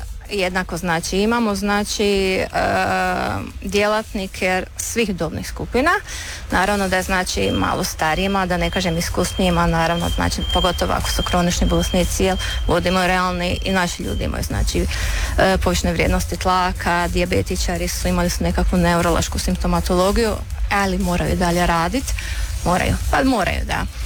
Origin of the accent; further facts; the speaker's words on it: Krapina-Zagorje County, Croatia; ja sam inače Zagorka, pa je prehrana više manje slična